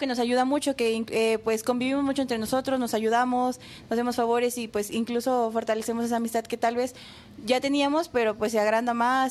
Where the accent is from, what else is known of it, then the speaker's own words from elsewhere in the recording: Valle Hermoso, Tamaulipas, Mexico; moved away; yo vengo del norte de Tamaulipas. Es un municipio que se llama Vallehermoso y está muy cerquita. Bueno, es colinda con Matamoros, para una referencia más exacta.